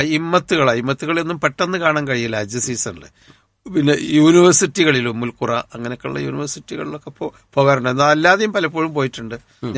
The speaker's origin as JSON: {"language": "Malayalam", "region": "Kerala", "country": "India", "said": "ഞങ്ങൾ രണ്ടുപേരുമാണ് കേരളത്തിൽ നിന്നായിട്ട് അറിയപ്പെട്ടത്."}